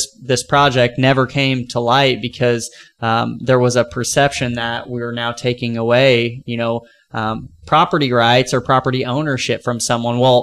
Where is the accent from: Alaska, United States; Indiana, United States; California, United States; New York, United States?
Indiana, United States; Posey County; born and raised in Posey County, graduated from North Posey High School in 2012.